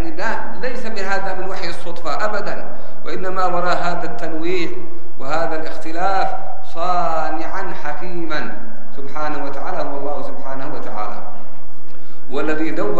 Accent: Yemen; ما أدري عندنا في اليمن فقط أم في العالم بأسره

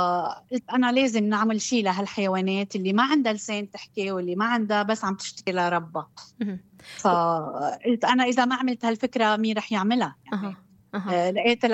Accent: Lebanon; طبعا أنا من لبنان، ونحن بلبنان كما ما بتعرفوا يعني أنه عنا كتير شلترات

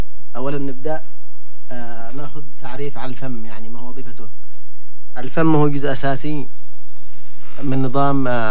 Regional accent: Yemen

